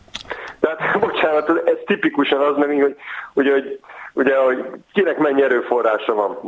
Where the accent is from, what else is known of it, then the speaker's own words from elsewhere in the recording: Budapest, Hungary; born there; also born or lived in Újpest, Budapest; egyébként én is újpesti vagyok, de én egyébként Óbudán születtem.